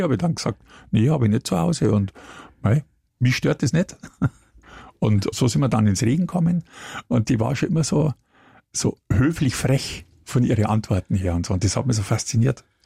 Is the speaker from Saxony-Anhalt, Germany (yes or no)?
no; Munich, Bavaria, Germany; die laden mich als Münchner da ein oder was, das kann ich besser.